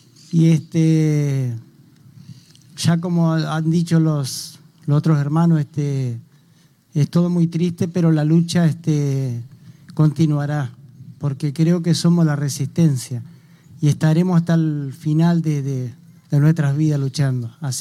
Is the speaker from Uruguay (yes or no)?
yes; Salto, Uruguay; vengo de Salto. … que significa fuego. Pertenezco al pueblo Boane, de la gran nación Charrúa